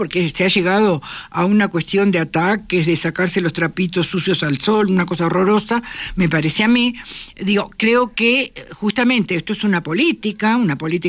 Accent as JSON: {"language": "Spanish", "country": "Uruguay", "said": "yo soy vieja, como vos sabés, y soy uruguaya"}